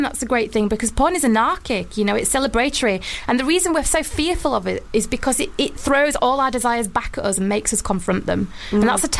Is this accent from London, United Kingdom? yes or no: no; Wakefield, Yorkshire and the Humber, United Kingdom; I'm from Wakefield. Okay. Yeah, Wakey. My accent's changed